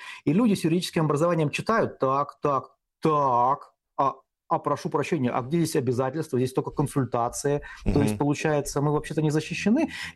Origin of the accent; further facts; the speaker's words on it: Russia; боль и как русский, и как немец, да, как русский немец в данном случае